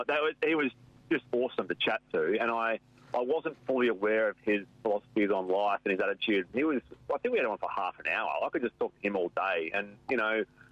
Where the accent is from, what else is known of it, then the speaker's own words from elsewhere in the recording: Bibra Lake, Western Australia, Australia; this is a far cry from, you know, growing up in Bibra Lake